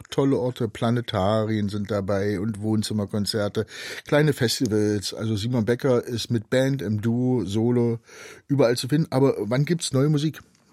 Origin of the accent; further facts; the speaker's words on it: Magdeburg, Saxony-Anhalt, Germany; Gute Entscheidung, sage ich da jetzt mal als Magdeburger.